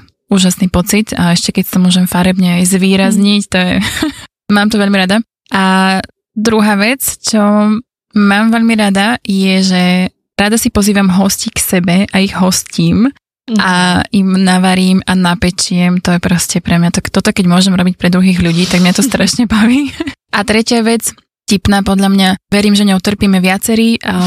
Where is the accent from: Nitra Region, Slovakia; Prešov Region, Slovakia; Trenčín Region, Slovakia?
Nitra Region, Slovakia; Levice; moved away as an adult; now in Bratislava, Slovakia; som prekladateľka a tlmočníčka a pochádzam pôvodne z Levíc, ale posledných 7 rokov som v Bratislave, aj kvôli vysokej škole a potom som tu zostala.